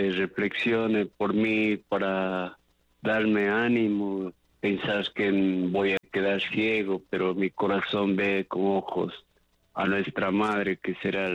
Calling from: Cuenca, Azuay, Ecuador; Les llamo de la ciudad de Cuenca.

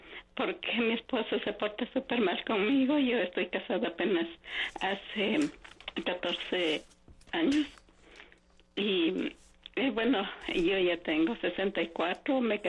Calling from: Quito, Pichincha, Ecuador; estoy llamando desde Cochabamba Norte, de aquí de Quito.

